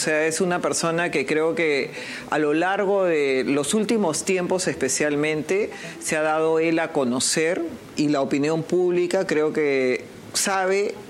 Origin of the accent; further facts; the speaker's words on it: Marcona, Ica, Peru; No, yo soy de Nazca, pero de Marcona, ¿no? Yeah. Que es un distrito de la provincia de Nazca.